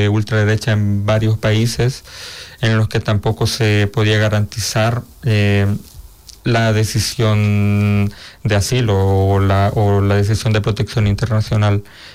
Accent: El Salvador; moved away as an adult; now in Spain; digo que soy de El Salvador

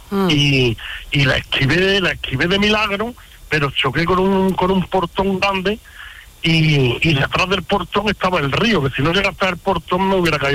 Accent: Chimenea, Andalusia, Spain; Sí, Granada capital, mi pueblo Chimenea.

